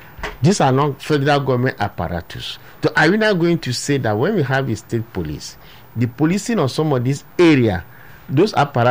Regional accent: Cross River, Nigeria; I'm from Cross River

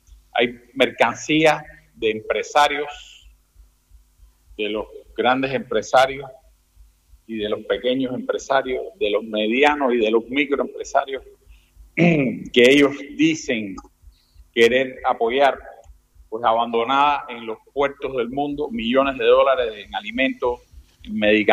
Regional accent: Cuba; now in Panama; nosotros, como cubanos residentes en Panamá

